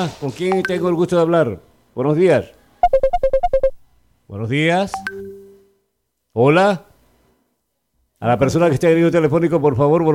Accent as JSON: {"language": "Spanish", "region": "Manabí", "country": "Ecuador", "said": "Qué lindo ser manavita, qué hermoso, ¿no?"}